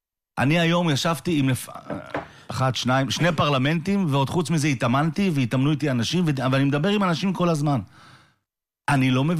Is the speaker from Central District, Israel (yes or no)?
yes; Netanya, Central District, Israel; יש לי המון חברים בליכוד, מנתניה, מהעיר שלי.